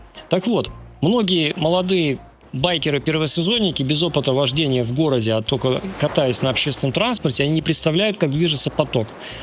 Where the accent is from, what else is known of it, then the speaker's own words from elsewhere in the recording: Far East, Russia; В детстве это были на Дальнем Востоке мотороллеры, которые привозились с Японии. Вот я помню, как вчера у нас с братом были Yamaha Jog, 50-кубовые, классные мотороллеры, гоняли, нам было по 13 лет.